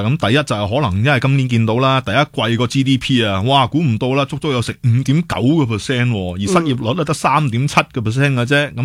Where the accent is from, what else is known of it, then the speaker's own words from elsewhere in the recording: Hong Kong; 唔单止我哋香港人识摸，